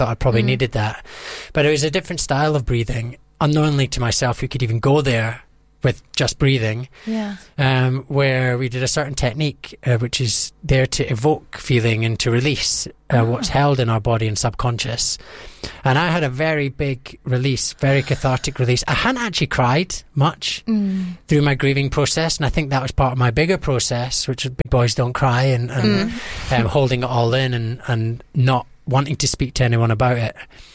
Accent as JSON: {"language": "English", "region": "Scotland", "country": "United Kingdom", "said": "she was from New York. I'm from Scotland, so there was a bit of cultural differences as well."}